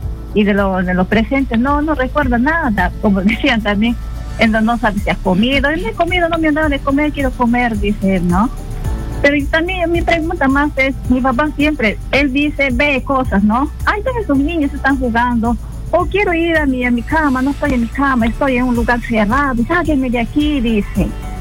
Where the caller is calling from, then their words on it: Yurimaguas, Loreto, Peru; Lo hablo de Yurimagua, el departamento de Loreto.